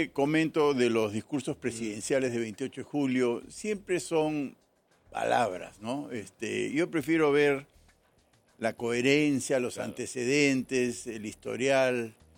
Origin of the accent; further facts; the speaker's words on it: Chincha, Ica, Peru; Y viví toda mi infancia y juventud en Chincha y ahora yo voy todas las semanas. Yo tengo casa en San José, en Chincha.